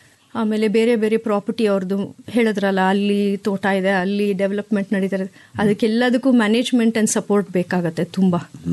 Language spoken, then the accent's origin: Kannada; Mysore, Karnataka, India; moved away as an adult; also born or lived in Singapore; ಇಲ್ಲೇ ಮೈಸೂರಲ್ಲಿ ಹುಟ್ಟಿ ಬೆಳೆದಿದ್ದು.